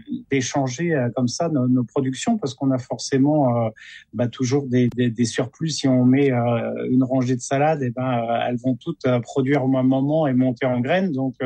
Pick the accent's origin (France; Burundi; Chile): France; Brittany; peut cultiver chez nous en Bretagne